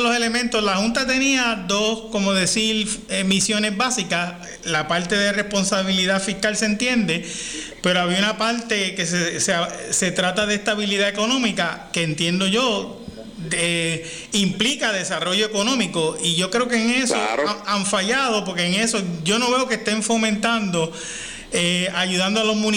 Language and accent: Spanish; Puerto Rico; A mí como puertorriqueño